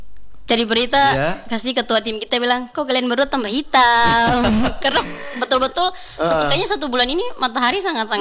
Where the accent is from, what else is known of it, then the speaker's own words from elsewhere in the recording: North Maluku, Indonesia; born there; moved away; Aslinya aku lahirnya di Obi.